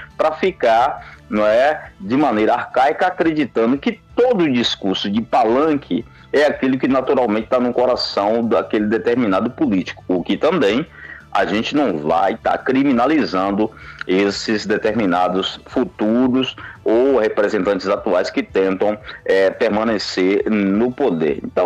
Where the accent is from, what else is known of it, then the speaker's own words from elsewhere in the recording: Camamu, Bahia, Brazil; eu sou de Camamu